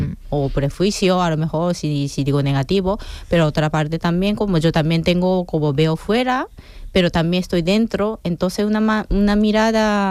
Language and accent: Spanish; Japan; Spanish is a second language; moved away as an adult; now in Spain; Pero nacionalidad japonesa